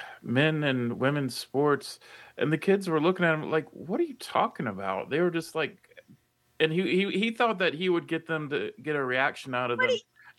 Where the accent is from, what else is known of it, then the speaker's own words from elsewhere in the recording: the South, United States; moved away; I'm from the South, and when I was a kid, I heard that term all the time.